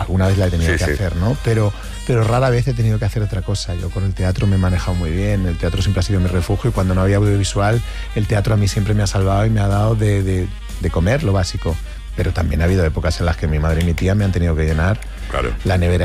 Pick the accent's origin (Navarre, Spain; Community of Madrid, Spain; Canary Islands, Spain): Community of Madrid, Spain; Getafe; Yo vengo de Getafe.